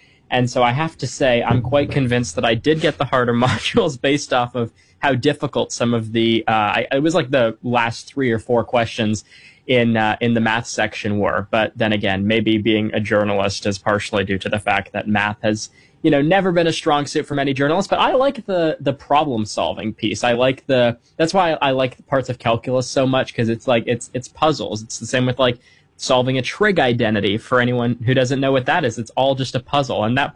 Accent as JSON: {"language": "English", "country": "Canada", "said": "And that was interesting, just because I'm from Canada. Who doesn't know me?"}